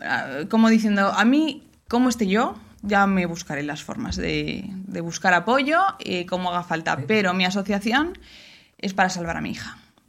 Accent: Madrid, Community of Madrid, Spain; now in Mieres, Spain; donde vivimos ahora, que vivimos en Mieres, porque yo soy de Madrid, pero vivimos en Asturias

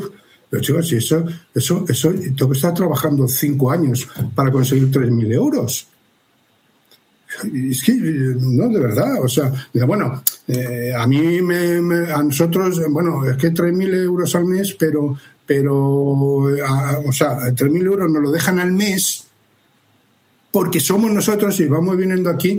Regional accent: Madrid, Community of Madrid, Spain; born there; soy medio asturiano. O sea, cuando digo que soy madrileño es que nací en Madrid, vivo en Madrid, me gusta Madrid y quiero a Madrid, pero una parte de mí es asturiana.

